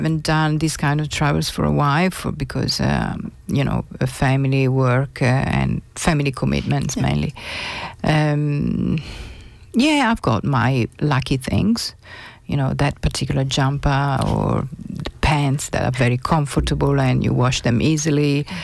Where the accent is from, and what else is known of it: Italy; now in Penola, Australia